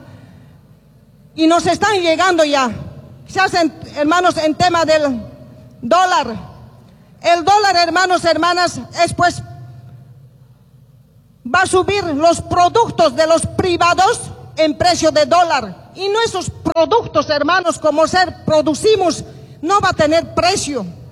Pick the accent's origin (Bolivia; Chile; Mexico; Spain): Bolivia; nuestros derechos que nosotros tenemos en nuestro país como bolivianos.